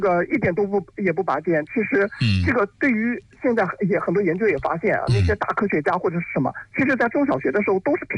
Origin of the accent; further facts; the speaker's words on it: China; 我们中国人讲的这个家有一老如有一宝